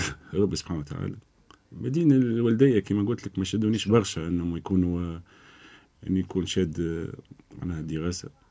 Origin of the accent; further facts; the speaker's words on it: Gafsa, Gafsa Governorate, Tunisia; أنا من قفصة